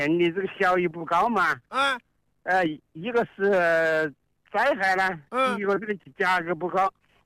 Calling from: Hanchuan, Hubei, China; 我是湖北汉川陈湖镇包王村

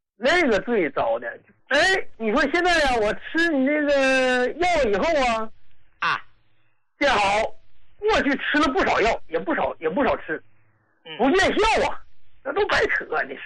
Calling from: Qiqihar, Heilongjiang, China; 嗯，我是黑龙江的。

